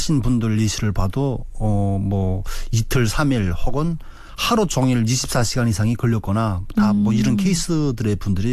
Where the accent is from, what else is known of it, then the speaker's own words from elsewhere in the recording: Haeju, South Hwanghae, North Korea; moved away as an adult; now in South Korea; 2023년 5월 7일에 대한민국에 입국을 했습니다. 고향이 황해남도 해주시고요.